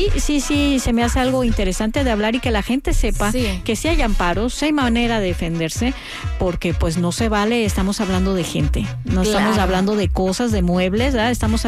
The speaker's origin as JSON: {"language": "Spanish", "country": "Mexico", "said": "yo creo que sí hay que levantar la voz como mexicanos, porque es un derecho que tenemos, un derecho como mexicanos."}